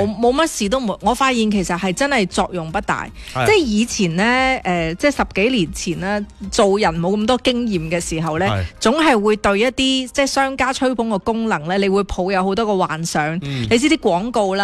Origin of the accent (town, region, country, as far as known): Guangdong, China